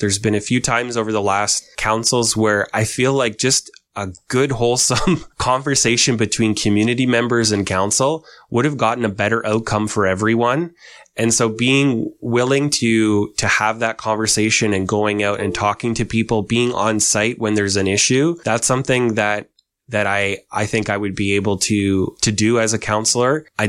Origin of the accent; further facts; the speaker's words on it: Kenilworth, Ontario, Canada; this is a community that I grew up in Kenilworth, or going to Kenilworth Public School, and Ward 3 really is my old bus route.